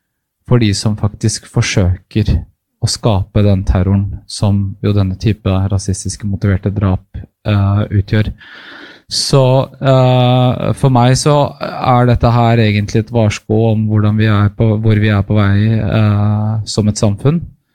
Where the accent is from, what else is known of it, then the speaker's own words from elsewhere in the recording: Oslo, Norway; Jeg jo generasjon Benjamin Hermansen, født og oppvokst på Holmlia